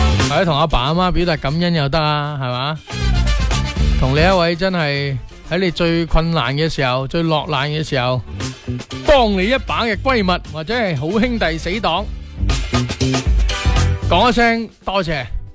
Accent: Guangdong, China; 我哋中国人啦，或者系讲紧我哋尤其广东人

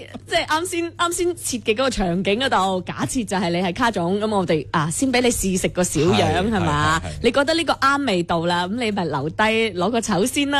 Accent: Guangdong, China; 我哋廣東人

